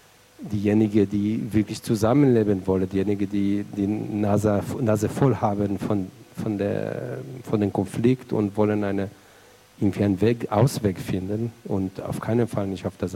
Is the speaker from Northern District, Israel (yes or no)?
no; Southern District, Israel; German is a second language; Also ich bin, was ich gesagt, in Kibbutz aufgewachsen, der etwa 30 Kilometer von der Gazastreifen ist.